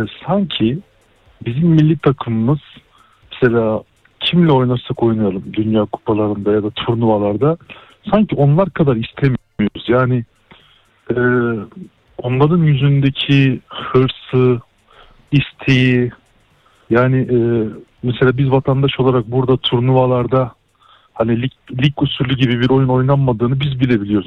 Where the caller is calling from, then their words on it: Istanbul, Turkey; Merhabalar … ben İstanbul'dan.